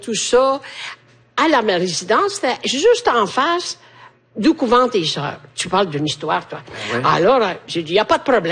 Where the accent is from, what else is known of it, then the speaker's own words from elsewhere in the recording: France; Moi, je suis française.